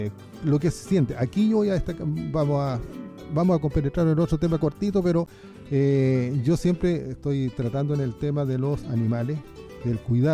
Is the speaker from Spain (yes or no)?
no; Colina, Santiago Metropolitan Region, Chile; nosotros como Colina